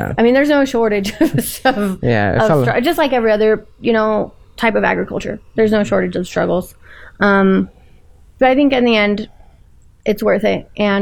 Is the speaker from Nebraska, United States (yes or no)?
yes; Nebraska, United States; I'm an American citizen. Yeah. And I grew up here in Nebraska.